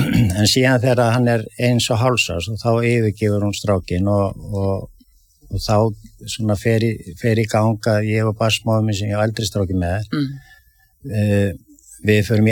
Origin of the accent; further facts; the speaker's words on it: Reykjavík, Capital Region, Iceland; ég elst upp í Álftamýrinni og síðan flytjum við nýr í miðbæ þegar ég 11 ára og ég klára sem sagt Álftamýra skóla 12 ára bekkin og fer síðan í Laugalíka skóla